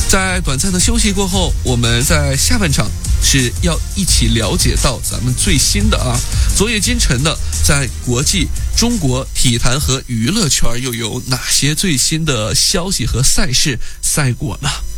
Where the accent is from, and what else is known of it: Australia